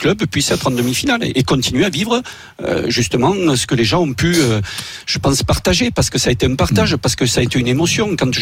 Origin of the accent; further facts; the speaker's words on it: Sarlat, Nouvelle-Aquitaine, France; je suis bien du Périgord. Merci. Et bien un vrai Périgourdin.